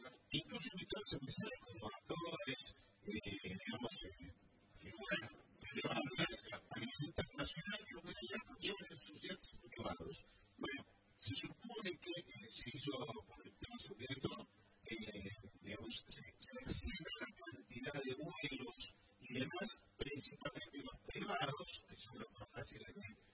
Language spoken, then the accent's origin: Spanish; Argentina; Ahora, no somos los argentinos los que tenemos que decir que no